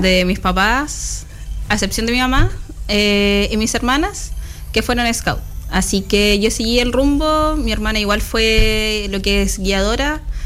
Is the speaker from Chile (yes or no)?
yes; Los Ángeles, Biobío, Chile; yo soy acá, nacida y criada en Los Ángeles.